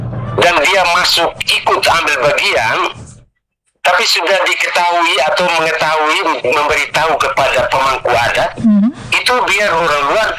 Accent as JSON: {"language": "Indonesian", "area": "Ende", "region": "East Nusa Tenggara", "country": "Indonesia", "said": "istilah kita orang Ende bilang"}